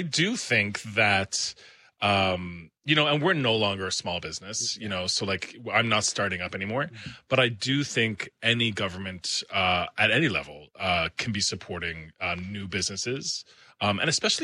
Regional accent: Newfoundland and Labrador, Canada

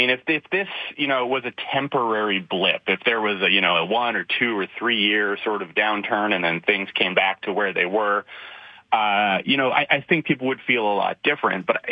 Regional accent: Winnipeg, Manitoba, Canada; I love Winnipeg, and I grew up in Manitoba, and it's a great place

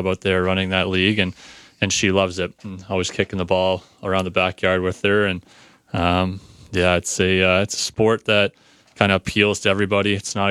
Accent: Caledonia, Ontario, Canada; also born or lived in Hamilton / Sault Ste. Marie; played a lot of years in my hometown of Caledonia, and eventually played a year in Hamilton before getting drafted to the OHL and played in Sault Ste. Marie

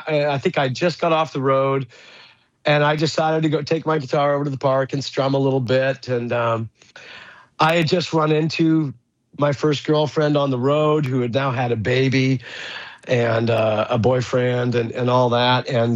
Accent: Saskatchewan, Canada; now in Vancouver, Canada; growing up in Saskatchewan

